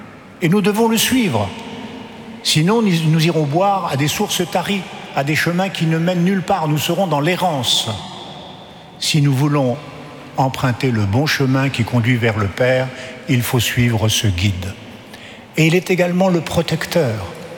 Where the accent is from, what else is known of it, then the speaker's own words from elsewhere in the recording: Paris, Île-de-France, France; moi je suis parisien